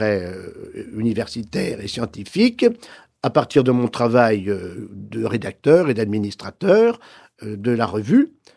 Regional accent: France; Donc, je suis français, n'est-ce pas?

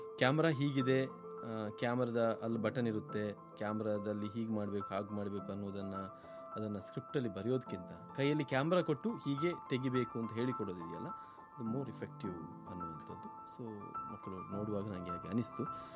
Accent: Mangaluru, Karnataka, India; ಮಂಗಳೂರು ನಮ್ಮ ಊರು ಅಂತ ಹೇಳಿದರೆ ಬೇರೆ ಬೇರೆ ಕಾರಣದಿಂದಾಗಿ ಇಷ್ಟ ಆಗುತ್ತೆ.

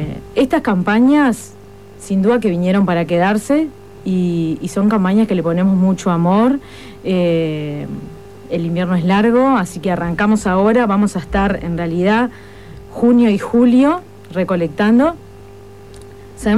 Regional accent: Maldonado, Uruguay; moved away as an adult; also born or lived in Montevideo; Particularmente yo soy de Maldonado, si bien hasta ahora estaba en Montevideo y me vine para este proyecto

